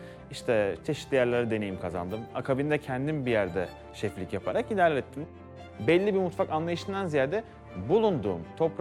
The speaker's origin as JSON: {"language": "Turkish", "region": "İzmir", "country": "Turkey", "tie": "born there", "said": "1995 İzmir doğumluyum."}